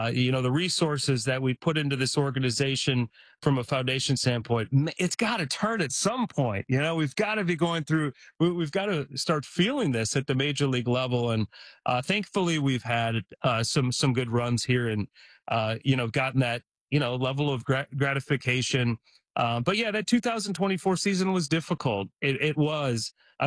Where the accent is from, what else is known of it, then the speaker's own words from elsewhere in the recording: Detroit, Michigan, United States; I grew up in Detroit, and I'm a Lions fan.